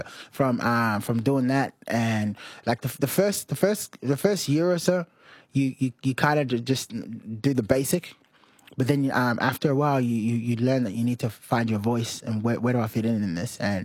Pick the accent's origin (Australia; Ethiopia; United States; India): Australia; Sydney, New South Wales; so like when I celebrate being an Australian, people will tell me that I'm not. And when I celebrate about being Sydney's, people will say, why don't you go back then?